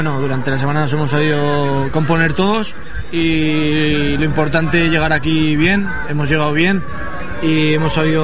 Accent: Monzón, Aragon, Spain; yo que soy de Monzón lo vivo como el que más

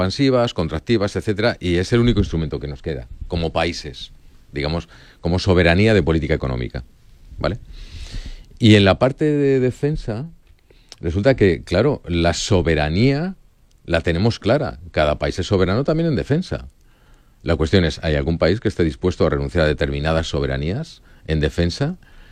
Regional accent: Spain

